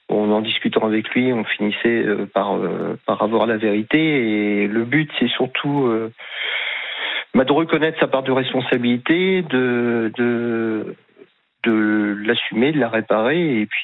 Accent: Cherbourg, Normandy, France; je suis de Normandie, exactement à Cherbourg.

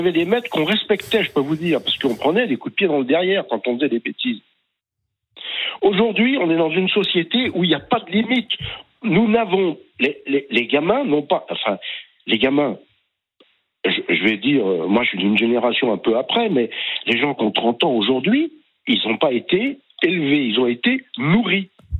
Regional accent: Lyon, Auvergne-Rhône-Alpes, France; moi je suis lyonnais d'origine, mais je travaille sur Paris.

